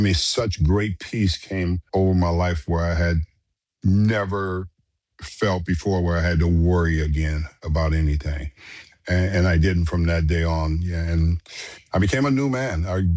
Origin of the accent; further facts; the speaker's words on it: Los Angeles, California, United States; Most of the time, it was growing up in South Central, Crenshaw High, and Eric went to Fremont